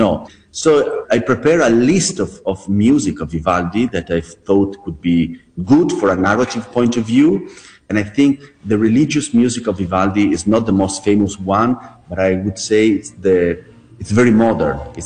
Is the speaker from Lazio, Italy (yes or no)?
no; Venice, Veneto, Italy; Because Venice is my hometown